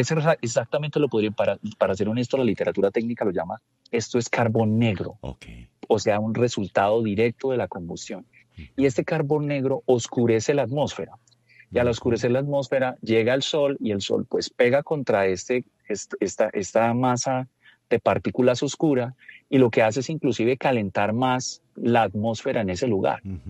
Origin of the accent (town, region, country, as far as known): Colombia